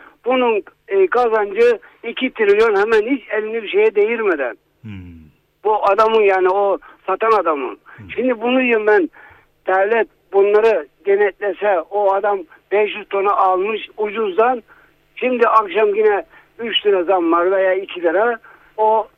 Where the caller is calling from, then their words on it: Manisa, Turkey; Manisa'dan arıyorum